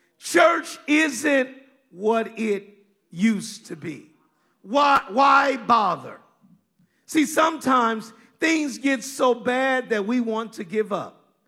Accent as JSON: {"language": "English", "region": "Kansas", "country": "United States", "accent": "country", "moved": "yes", "lives_now": "Brooklyn, United States", "said": "I'm from Kansas. I know I pastor in Brooklyn, but I'm from Kansas, so sometimes, you know, my country accent gets in the way."}